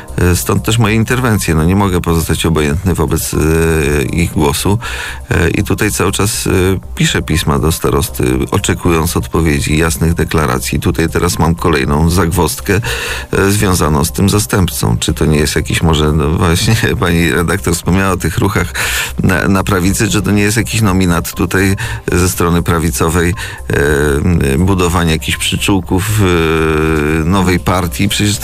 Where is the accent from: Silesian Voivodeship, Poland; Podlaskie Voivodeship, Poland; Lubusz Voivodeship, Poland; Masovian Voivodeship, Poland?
Masovian Voivodeship, Poland; Przasnysz; now in Mława, Poland; Ma pani redaktor rację, że jestem z Przasnysza i tutaj z naszego okręgu, można powiedzieć, ale jestem też właścicielem od roku mieszkania w Mławie, także jestem mławianinem